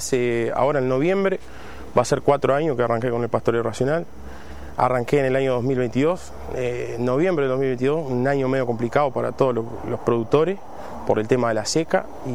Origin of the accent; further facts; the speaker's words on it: Tacuarembó, Uruguay; soy del departamento de Tacuarembó, estoy ubicado en la zona de Pampa, Ruta 5, bueno, frente al Parque Eólico Pampa.